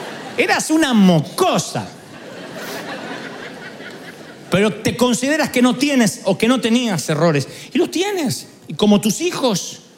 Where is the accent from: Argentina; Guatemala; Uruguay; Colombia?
Argentina; born there; moved away; allá en Argentina nací, allá.